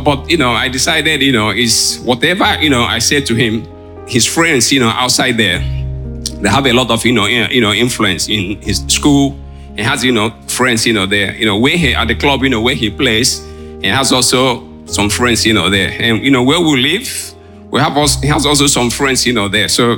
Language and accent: English; Nigeria; now in Netherlands; I'm a Nigerian, but you know, we live, you know, here in Holland.